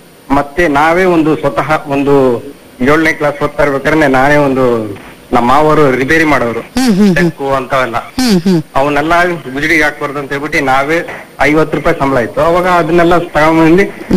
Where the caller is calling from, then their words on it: Aralikoppa, Karnataka, India; ನಮ್ಮ ಅರಳಿಕೊಪ್ಪದಲ್ಲಿ ಒಂದು ಗ್ರಾಮ ಪಂಚಾಯತ್ ಇದೆ